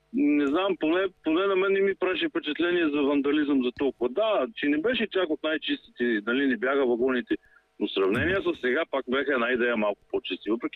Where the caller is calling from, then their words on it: Stara Zagora, Stara Zagora Province, Bulgaria; от Стара Загора съм.